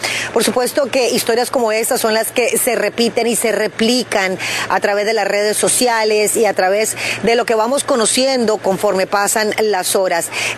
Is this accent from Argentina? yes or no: no; Colombia; mi pueblo colombiano